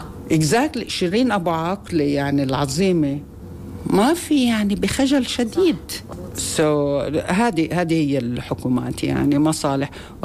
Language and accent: Arabic; Palestine; يعني أنا فلسطينية، الإسرائيليين طخوني ورايحة أعمل بحث